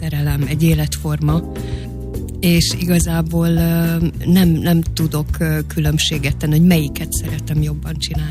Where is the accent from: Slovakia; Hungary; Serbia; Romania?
Hungary; Negerbe éltünk, ott nevelkedtem, és ott, amikor felvettek a Szent István konziba, akkor bekerültem ide a pesti életbe